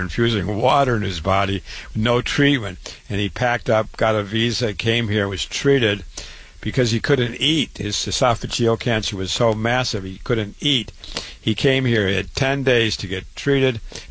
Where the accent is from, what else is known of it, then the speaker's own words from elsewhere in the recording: Waterloo, Iowa, United States; I was born and raised in Waterloo, Iowa.